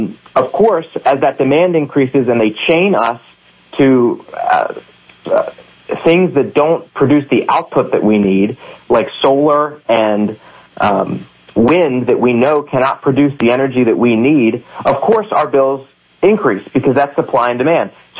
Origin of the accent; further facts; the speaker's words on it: Bel Air, Maryland, United States; So I grew up in Harford County. I grew up in and around Bel Air. Which is the district where I'm running.